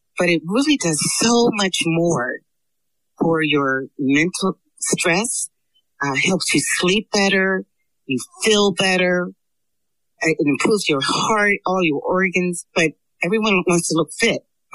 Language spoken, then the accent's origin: English; Frankfurt, Hesse, Germany; also born or lived in Darmstadt, Germany / Italy; I'm an Army brat. I like to get that out the way first. I grew up in Germany, Frankfurt, and Darmstadt.